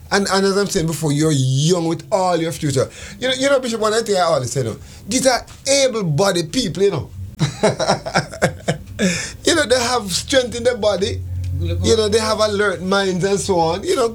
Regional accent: Jamaica; born there; now in Antigua and Barbuda; I was born in Jamaica in the 60s.

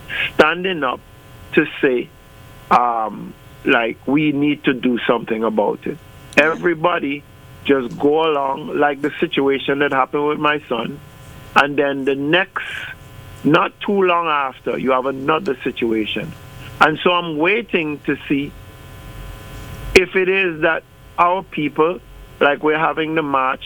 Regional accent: Antigua & Barbuda; I dare say, I'm from Antigua, so I can probably say this without a whole lot of backlash. Antigua, for some reason, in our country, in our 108 square miles

